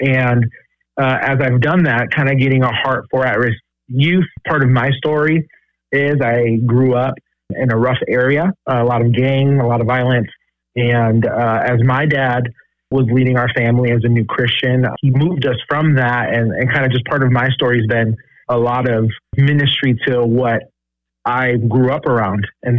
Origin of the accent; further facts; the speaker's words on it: Racine, Wisconsin, United States; Well, I'm a native of Wisconsin, so I grew up in Racine, Wisconsin most of my life.